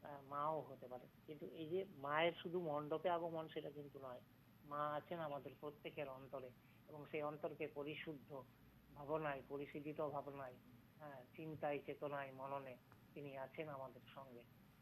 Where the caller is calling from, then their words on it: Dubrajpur, West Bengal, India; হ্যাঁ, আমি পশ্চিমবঙ্গের বীরভূম জেলার দুবরাজপুর থেকে